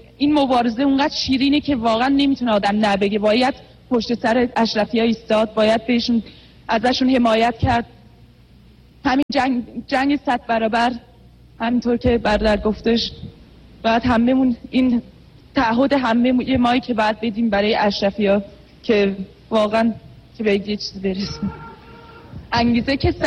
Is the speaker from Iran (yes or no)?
no; Switzerland; born there; Persian is a second language; از سوئیس. من همینجا تو سوئیس به دنیا اومدم، متاسفانه هیچ ایران نبودم، ایرانو ندیدم، در کنار هموطنانم زندگی نتونستم بکنم.